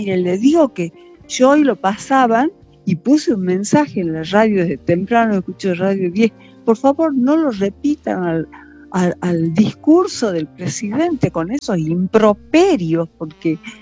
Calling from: Salta, Argentina; accent: Salteño; Yo soy de Salta Capital, le llamé de Salta Capital

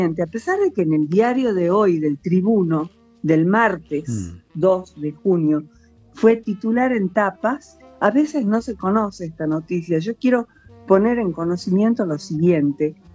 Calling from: Salta, Argentina; Yo hablo desde Salta, capital.

